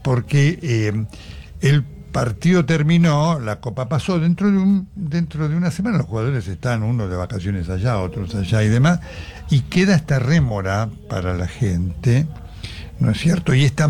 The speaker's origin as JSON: {"language": "Spanish", "country": "Argentina", "said": "Y argentinos, habemos argentinos muy buenos, otros que son malos, los hay, como hay españoles muy buenos y muy malos."}